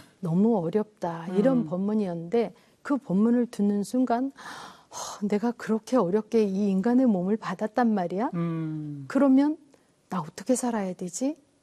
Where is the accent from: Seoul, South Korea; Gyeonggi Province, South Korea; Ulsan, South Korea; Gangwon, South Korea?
Gyeonggi Province, South Korea; Yongin; 제 고향이 용인이거든요.